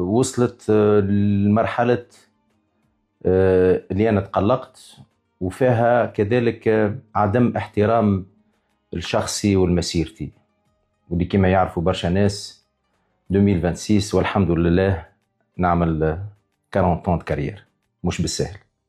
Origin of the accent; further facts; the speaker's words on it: Tunisia; أنا فنان تونسي